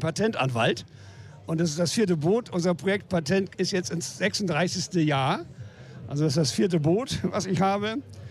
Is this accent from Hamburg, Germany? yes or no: no; Lübeck, Schleswig-Holstein, Germany; Aber das ist hier meine Heimat. Ich bin ja in Lübeck groß geworden, auch wenn ich lange nicht mehr in Lübeck wohne.